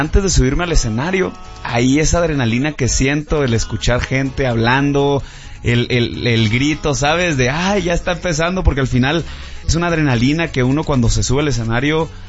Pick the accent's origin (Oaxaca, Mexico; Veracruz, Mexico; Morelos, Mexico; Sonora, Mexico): Sonora, Mexico; Hermosillo; now in Mexico City, Mexico; yo, pues soy de Hermosillo